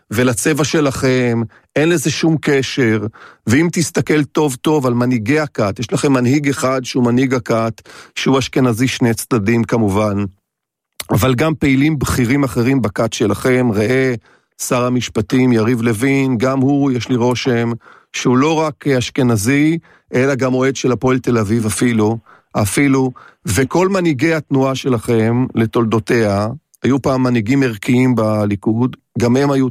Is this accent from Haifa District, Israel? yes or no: yes; Haifa, Haifa District, Israel; born there; אני גם נולדתי בחיפה